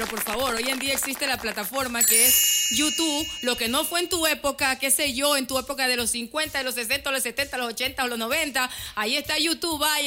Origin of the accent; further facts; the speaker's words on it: Ecuador; nosotros como ecuatorianos